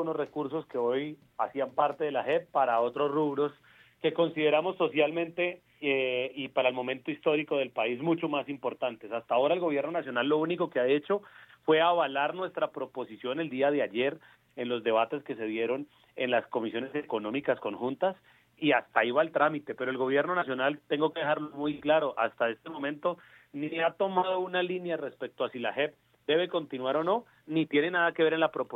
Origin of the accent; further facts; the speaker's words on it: Colombia; me siento indignado y ofendido, no como congresista, como colombiano